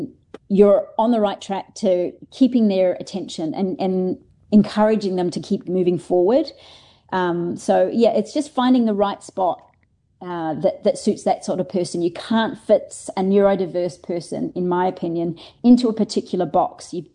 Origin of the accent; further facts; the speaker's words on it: Australia; now in New Zealand; I call it lobster being Australian